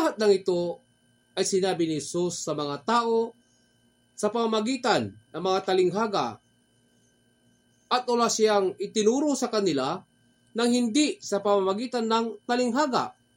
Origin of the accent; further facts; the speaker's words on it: Dagupan, Ilocos Region, Philippines; Ako po ay taga Dagupan City, Pangasinan.